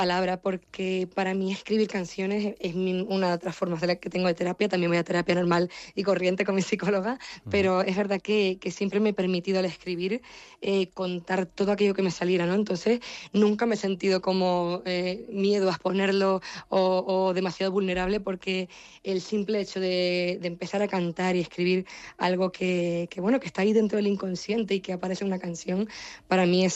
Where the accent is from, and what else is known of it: Canary Islands, Spain